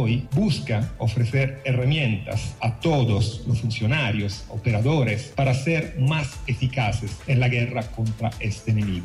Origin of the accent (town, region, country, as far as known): Italy; now in Ecuador